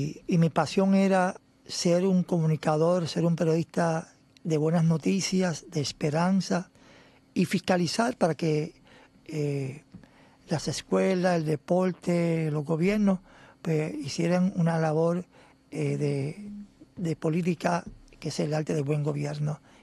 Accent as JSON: {"language": "Spanish", "country": "Puerto Rico", "said": "nuestra parcialidad y subjetividad como puertorriqueños"}